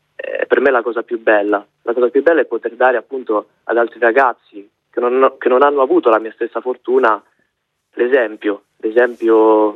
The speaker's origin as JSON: {"language": "Italian", "region": "Sicily", "country": "Italy", "said": "Con mio padre, io sono siciliano in realtà, e mio padre conosce questo posto"}